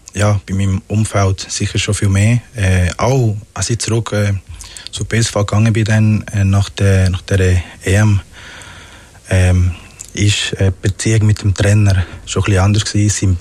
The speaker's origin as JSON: {"language": "German", "region": "Magdalena", "country": "Colombia", "tie": "born or raised there", "moved": "yes", "lives_now": "Switzerland", "said": "Ich bin auch ganz am Strand mit meinen Grosseltern aufgewachsen. In Parque Tayrona heisst es."}